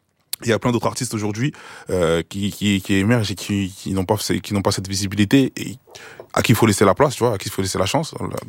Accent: Haiti; j'ai un petit code qui fait que je suis haïtien.

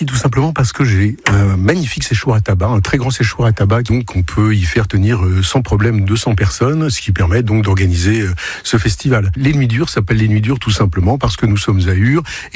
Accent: Paris, Île-de-France, France; moved away as an adult; now in Ur, France; je suis parisien. Je voulais pas faire ma vie à Paris d'ailleurs

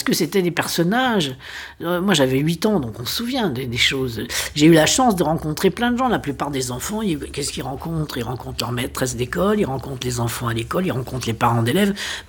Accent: Saint-Ouen, Île-de-France, France; born there; c'est quand on a quitté Saint-Ouen et on est allé s'installer dans un truc un peu plus grand qui était un vrai bar

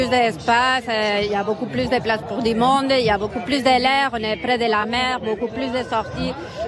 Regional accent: Barcelona, Catalonia, Spain; moved away; Je suis de Barcelone, je suis née à Barcelone

